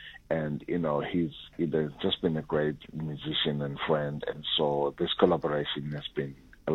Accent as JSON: {"language": "English", "town": "Durban", "region": "KwaZulu-Natal", "country": "South Africa", "said": "myself and … we are both guys from Durban. And, you know, once a Durbanite, always a Durbanite."}